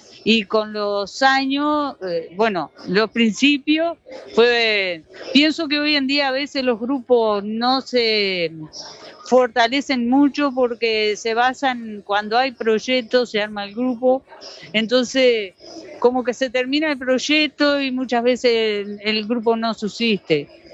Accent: Canelones, Uruguay; soy del noreste de Canelones, integro una cooperativa agraria, Cal Mañana

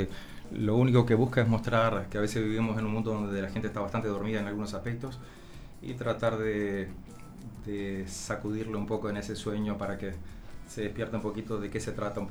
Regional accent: Artigas, Uruguay; born there; now in San Jacinto, Uruguay; Nacido en Artigas.

